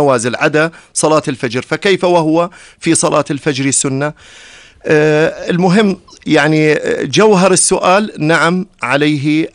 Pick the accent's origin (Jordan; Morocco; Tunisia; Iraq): Jordan; ونحن من فضل الله عز وجل ومما من الله عز وجل علينا به في بلدنا الأردن